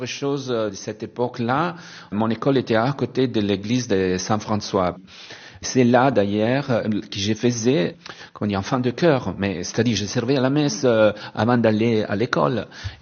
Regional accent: Pisa, Tuscany, Italy; moved away; j'ai grandi à Pise, mais avec une grand-mère sarde.

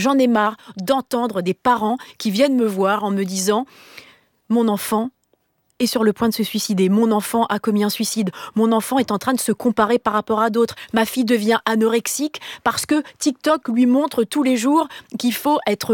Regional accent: Normandy, France; On dit, moi, je suis normande et en Normandie, vous savez, on dit c'est à la fin de la foire, mais qu'on compte les bouses.

